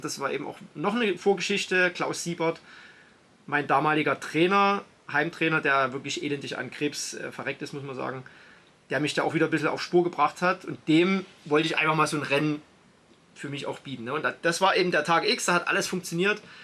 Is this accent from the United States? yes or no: no; Belgium; ich bin als Belgier auf Nummer 1 ins Ziel gekommen